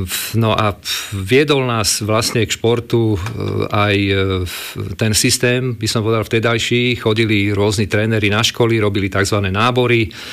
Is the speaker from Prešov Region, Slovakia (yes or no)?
no; Bratislava, Bratislava Region, Slovakia; also born or lived in Nitra; Áno, tak Nitra je moje rodisko, to samozrejme mám v rodnom liste napísané, aj moja rodina z maminej strany odtiaľ pochádza, ale celý život som prežil vlastne v Bratislave, takže som Bratislavčan, nemôžem povedať rodený, ale mám vzťah v Bratislave ako veľmi silný. No a v Lamači bývam takmer 30 rokov